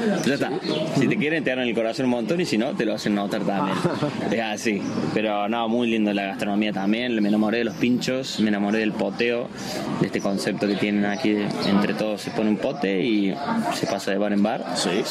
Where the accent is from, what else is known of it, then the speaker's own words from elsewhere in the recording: Córdoba, Argentina; now in Zarautz, Spain; Exactamente, de Talleres de Córdoba, de mi ciudad natal.